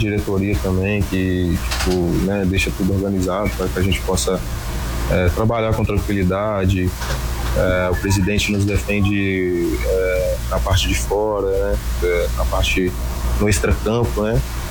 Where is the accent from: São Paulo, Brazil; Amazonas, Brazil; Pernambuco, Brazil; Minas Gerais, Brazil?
Minas Gerais, Brazil; Visconde do Rio Branco; moved away; saí de Minas Gerais, né, lá do interior de Minas, Visconde do Rio Branco, mais próximo ali de Juiz de Fora